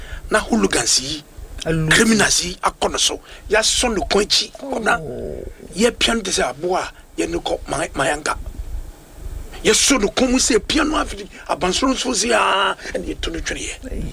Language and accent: English; Ghana; I'm from Ghana.